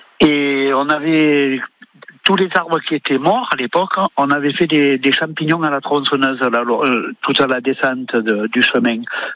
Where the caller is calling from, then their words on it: Occitanie, France; Je suis de la Lozère